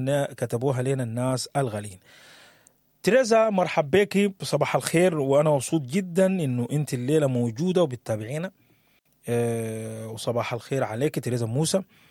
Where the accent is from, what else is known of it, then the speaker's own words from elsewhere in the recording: Sudan; زي ما بنقول احنا كسودانيين